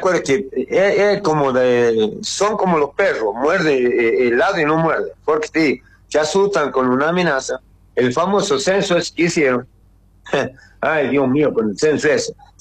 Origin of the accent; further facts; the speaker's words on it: Córdoba, Argentina; que yo soy municipal, más cordobés que la mona, ¿no?